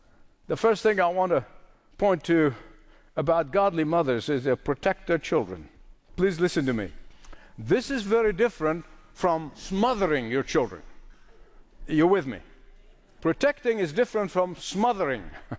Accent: Egypt; growing up in Egypt, we were taught in school, almost recited on a regular basis, that the Nile is the life of Egypt.

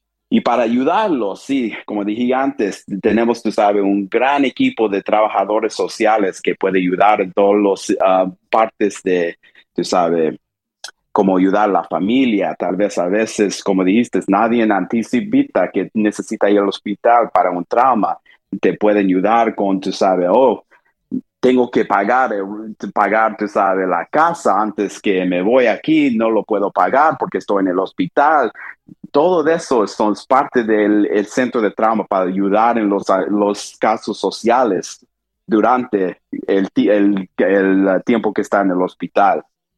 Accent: Texas, United States; moved away; also born or lived in Saudi Arabia; Y crecí en el estado de Texas, afuera de Houston.

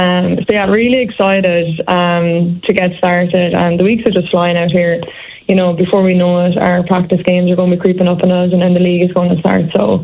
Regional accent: Ireland; moved away as an adult; now in Australia; growing up in Ireland playing GAA

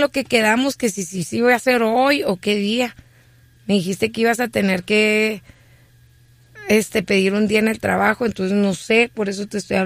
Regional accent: Ciudad Juárez, Chihuahua, Mexico

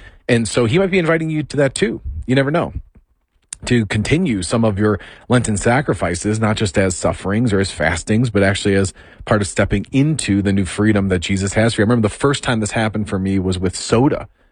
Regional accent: Midwest, United States; I'm from the Midwest. I grew up hanging out in parking lots.

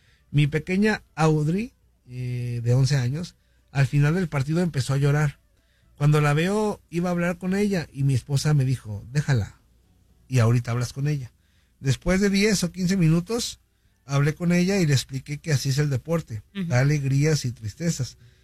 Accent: El Salvador

